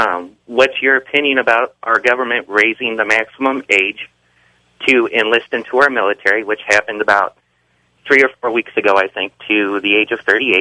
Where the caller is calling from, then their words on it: Davenport, Iowa, United States; I am calling from Davenport, Iowa